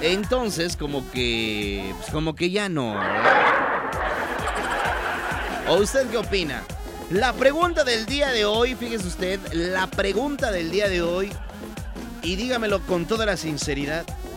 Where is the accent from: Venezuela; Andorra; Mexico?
Mexico; Claro que sí, somos mexicanos.